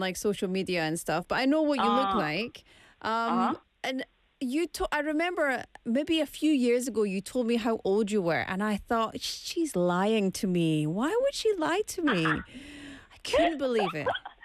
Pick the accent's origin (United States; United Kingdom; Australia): United Kingdom; Scotland; Well, you know I'm from Scotland, so anything whiskey is okay by me.